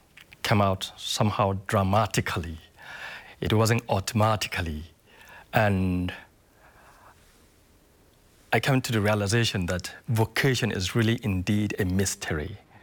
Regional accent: Kaduna State, Nigeria; I schooled there, and also it's in my state

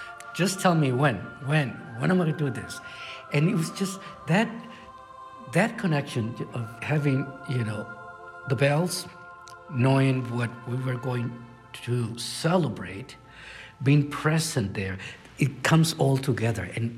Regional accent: San Luis Potosí, Mexico; moved away; I was born in San Luis Potosí, and this is in central part of Mexico. I grew up pretty close to the church

